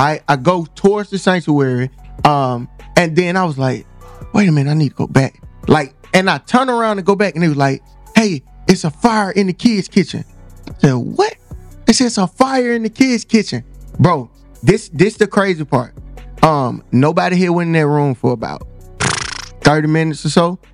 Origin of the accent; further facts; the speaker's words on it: Birmingham, Alabama, United States; growing up in Avondale, like, we had beef with Inslee because somebody killed your cousin